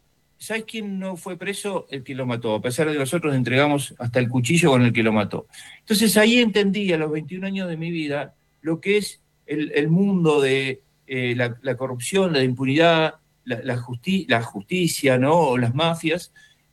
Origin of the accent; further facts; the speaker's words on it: Argentina; tiene que ver con lo que estamos viviendo como argentinos, ¿no?